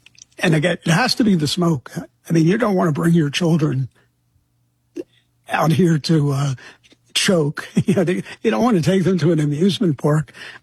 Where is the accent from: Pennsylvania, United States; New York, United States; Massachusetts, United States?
Pennsylvania, United States; Philadelphia; now in Lancaster, United States; I grew up in Philadelphia, in a corner of Philadelphia called Somerton, which had been an independent farm town. It was suddenly incorporated by the cities in the 30s. So when I grew up there after World War II